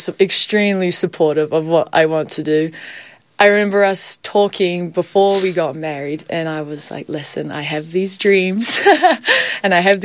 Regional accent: Hamilton, Waikato, New Zealand; We played in Hamilton, my hometown.

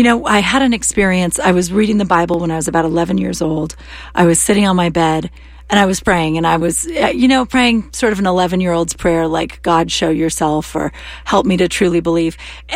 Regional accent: United States; I'm an American. I grew up here. I was non-denominational Christian. And when I met my husband, he was Serbian Orthodox.

